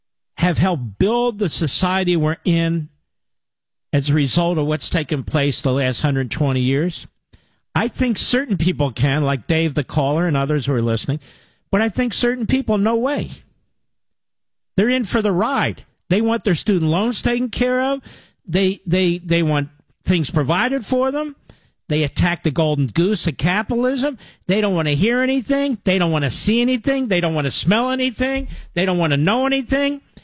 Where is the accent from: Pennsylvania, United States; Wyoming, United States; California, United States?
Pennsylvania, United States; Yeah, I'm from Montgomery.